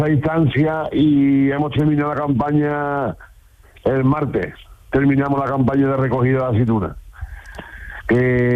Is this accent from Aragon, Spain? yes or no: no; La Roda de Andalucía, Andalusia, Spain; De la Roda Andalucía.